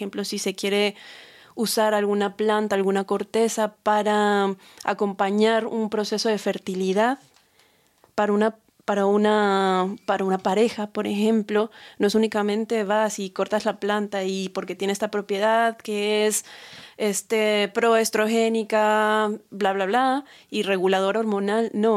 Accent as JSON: {"language": "Spanish", "region": "Mexico City", "country": "Mexico", "said": "Porque yo, por ejemplo, soy originaria de Ciudad de México"}